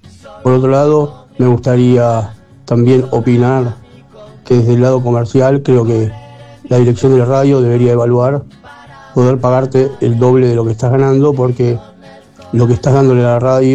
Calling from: Buenos Aires, Argentina; de Núñez.

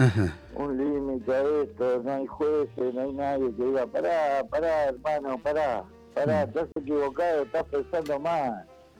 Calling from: La Matanza, Buenos Aires Province, Argentina; De La Matanza. De La Matanza, estoy entre Isidro Casanova y La Ferrer.

